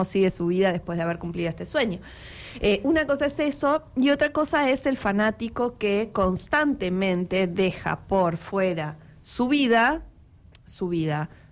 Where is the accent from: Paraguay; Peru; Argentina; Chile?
Argentina; nos convoca a todos como argentinos